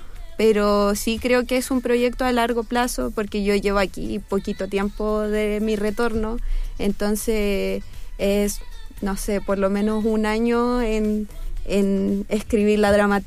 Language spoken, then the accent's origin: Spanish; Calama, Antofagasta, Chile; moved away as an adult; also born or lived in Santiago; La vida afortunadamente nos juntó de nuevo en nuestra ciudad de origen.